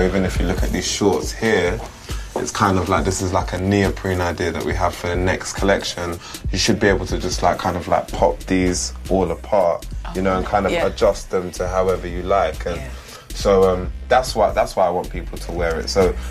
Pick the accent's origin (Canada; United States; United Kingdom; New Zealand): United Kingdom; the modern British man, seeing as I am a British man